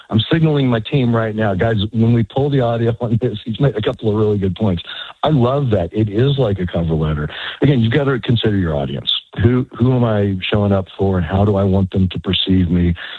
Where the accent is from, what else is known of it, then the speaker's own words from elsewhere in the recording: Texas, United States; I'm from Texas. I feel like our people are kind of similar, pretty friendly.